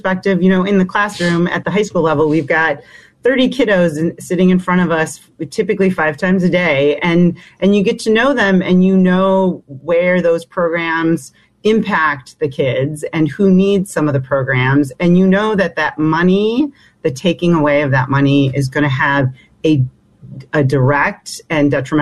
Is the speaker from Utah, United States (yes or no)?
no; Wisconsin, United States; born there; So I actually was born in Wisconsin. So I have a lot of family up there in Wisconsin near Milwaukee